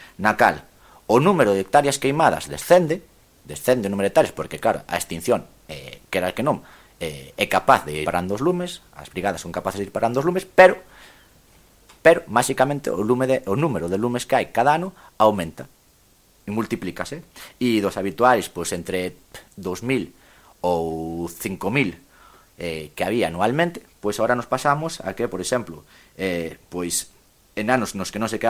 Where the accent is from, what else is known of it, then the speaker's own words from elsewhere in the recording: Santiago de Compostela, Galicia, Spain; Eu lembro-me, son de Compostela, lembro-me que no 2006 ardeu toda Compostela, rodeada polos catro costados ardendo.